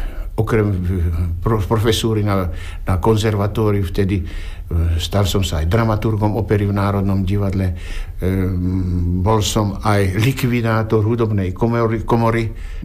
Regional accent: Banská Bystrica Region, Slovakia; môj rodný kraj, tak tá Banská Bystrica, ten rodný kraj

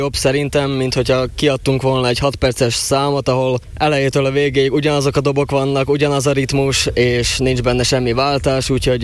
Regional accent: Nové Zámky, Nitra Region, Slovakia; born or raised there

